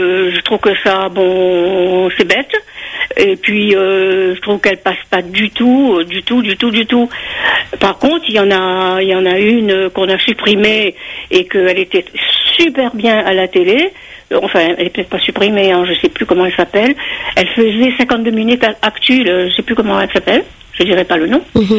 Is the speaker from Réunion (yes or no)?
yes; Réunion; born there; je suis créole, je suis née ici, je suis réunionnaise. Ma grand-mère parlait créole, mais vraiment pure et tout.